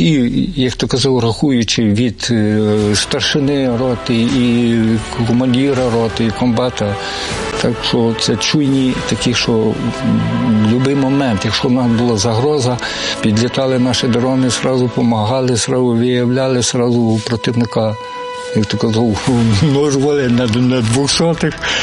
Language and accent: Ukrainian; Lokitka, Ivano-Frankivsk Oblast, Ukraine; Я сам родом з Прикарпаття, Івано-Франківська область, Тумський район, село Локітка. Хоча мені зараз 58-й пішов, поки що в селі.